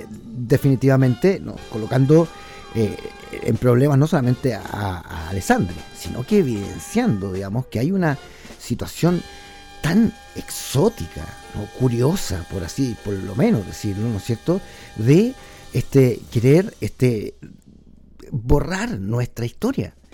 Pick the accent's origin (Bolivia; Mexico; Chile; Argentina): Chile